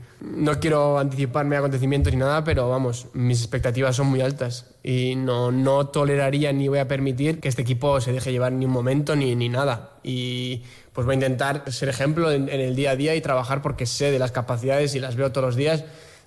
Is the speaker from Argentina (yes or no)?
no; Basque Country, Spain; Encima yo soy de aquí, de Euskadi, y lo siento el Eibar como también un club muy especial